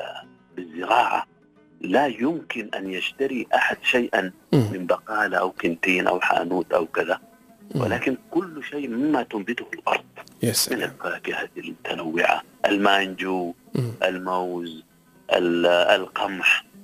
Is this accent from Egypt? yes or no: no; Sudan; زرعنا في أرض السودان حجر سينبت شجر. فتربينا في هذه البيئة الخصبة